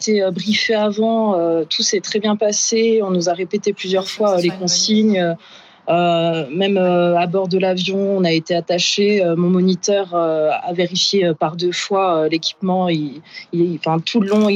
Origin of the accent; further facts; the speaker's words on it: Grand Est, France; Oui, nous on est de Moselle et effectivement c'était un cadeau d'anniversaire.